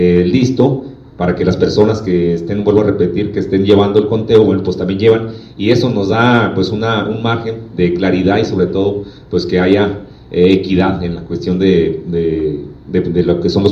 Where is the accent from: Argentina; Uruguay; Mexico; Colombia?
Mexico; gracias por ayudarnos a enlazarnos a lo que nos une como mexicanos en este mes próximo ya de las fiestas patrias.